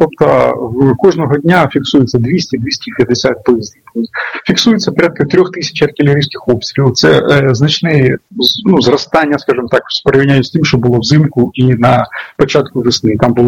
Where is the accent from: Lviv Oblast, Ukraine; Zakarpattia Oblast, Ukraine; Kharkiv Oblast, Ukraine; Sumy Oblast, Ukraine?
Sumy Oblast, Ukraine; моїй рідній Сумщині